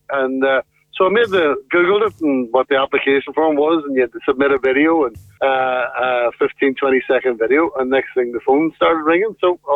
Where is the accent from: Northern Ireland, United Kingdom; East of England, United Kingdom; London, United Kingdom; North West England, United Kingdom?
Northern Ireland, United Kingdom; now in Claremorris, Ireland; Lived in Claremorris for 16 years and 5 years in Castlebar before that, but I'm originally from Antrim.